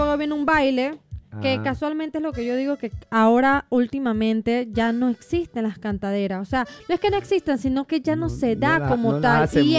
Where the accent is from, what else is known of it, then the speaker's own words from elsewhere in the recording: Las Palmas, Veraguas, Panama; born there; yo soy de Las Palmas